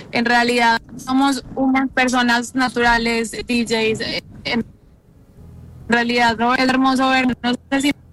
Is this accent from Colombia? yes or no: yes; Colombia; Nosotros somos colombianos y estamos empeñados a romper barreras y obstáculos.